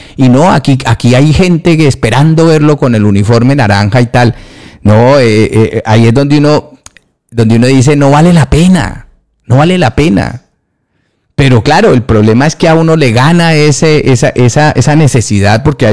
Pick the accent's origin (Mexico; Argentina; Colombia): Colombia; soy colombiano